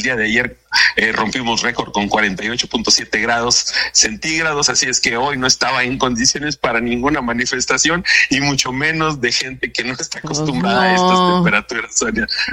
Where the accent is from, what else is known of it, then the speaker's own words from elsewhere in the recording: Ciudad Obregón, Sonora, Mexico; now in Mexicali, Mexico; También te podría decir que crecí en Ciudad Obregón también, entonces conozco el calor húmedo.